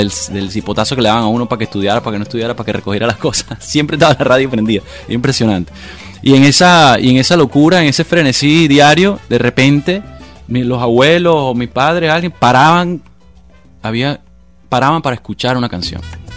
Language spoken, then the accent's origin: Spanish; Caracas, Capital District, Venezuela; Nací en Coche, que es una barriada popular, y ahí crecí, con la casa de mis abuelos, mis padres, mi hermano, una casa enorme